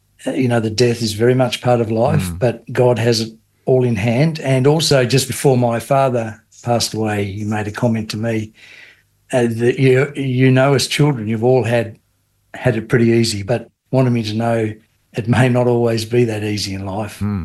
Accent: Devonport, Tasmania, Australia; I was born in Devonport, and so I've been here all my life

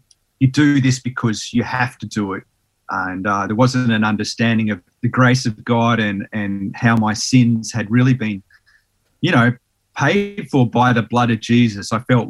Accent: Sydney, New South Wales, Australia; also born or lived in Tasmania; I was born in Sydney in New South Wales and spent about 7 years there. Then we moved to Tassie for about 5 years, and we moved around a lot.

